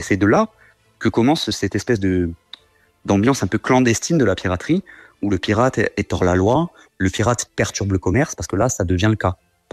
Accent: Corsica, France; chez nous en Corse.

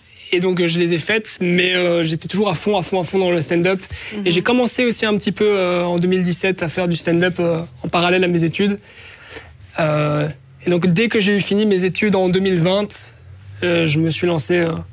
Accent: Ixelles, Brussels-Capital Region, Belgium; born there; je suis né à Ixelles il y a 32 ans maintenant.

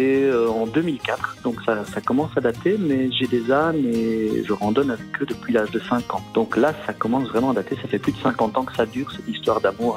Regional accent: Grand Est, France; now in Sautour, France; je suis originaire de l'Aube. Ça fait plus de 30 ans maintenant que je suis installé à Sautour, mais au départ, donc, je viens d'Huisneau.

